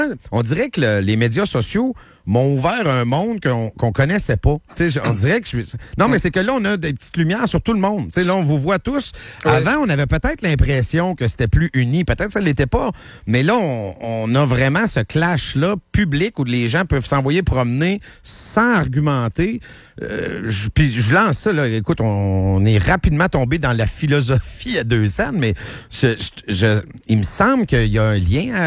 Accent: Quebec, Canada; Moi, je viens du début des années 80, donc l'ère très PQ, très nationaliste, très nous sommes Québécois

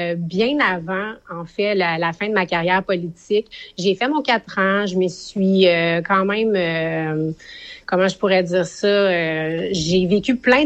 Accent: Quebec, Canada; now in Rawdon, Canada; moi, je suis gaspésienne d'origine et je suis déménagée à Rawdon.

